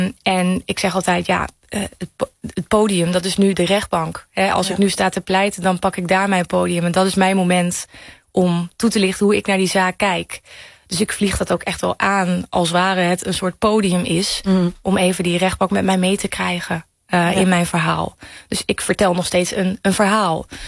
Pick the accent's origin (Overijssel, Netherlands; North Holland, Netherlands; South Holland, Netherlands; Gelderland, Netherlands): Gelderland, Netherlands; Apeldoorn; Geboren en getogen in Apeldoorn.